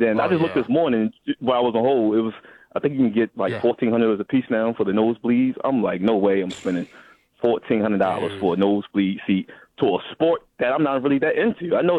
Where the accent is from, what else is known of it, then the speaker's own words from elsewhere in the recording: Baltimore, Maryland, United States; because, you know, I'm from Baltimore and I'm an Orioles fan.